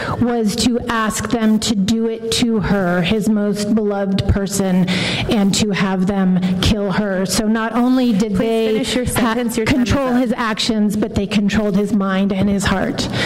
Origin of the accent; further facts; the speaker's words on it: Palo Alto, California, United States; I was raised in Palo Alto and went to college in the Bay Area